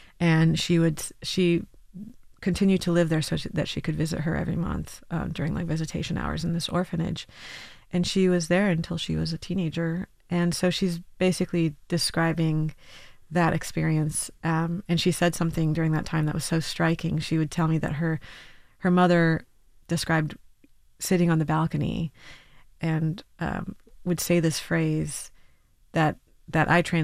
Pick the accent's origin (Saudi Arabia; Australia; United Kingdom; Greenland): Saudi Arabia; also born or lived in Syria; now in United States; I was born in Syria, I was raised in Saudi Arabia, but my family's Armenian.